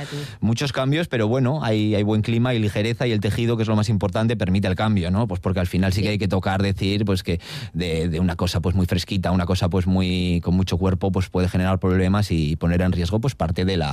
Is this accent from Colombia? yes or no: no; Bilbao, Basque Country, Spain; como los de Bilbao, que podemos ser de cualquier lugar